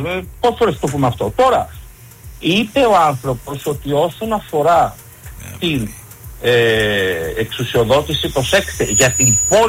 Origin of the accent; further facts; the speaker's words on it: Avdella, Western Macedonia, Greece; Καταγόμενος από την Αυδέλα Γρεβενών, όπως ξέρετε.